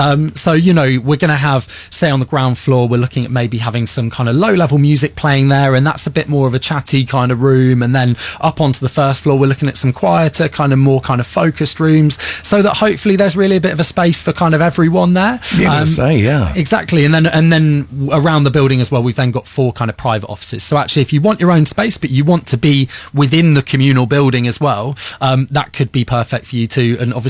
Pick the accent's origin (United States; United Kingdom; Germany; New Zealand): United Kingdom; Melksham, South West England; born or raised there; now in Devizes, United Kingdom